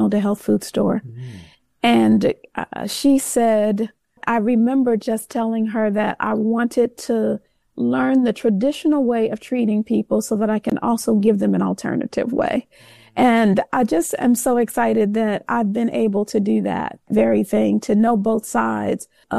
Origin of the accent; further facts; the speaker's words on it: Gary, Indiana, United States; We grew up in Indiana, Gary, Indiana, with just not in the best situation. We grew up poor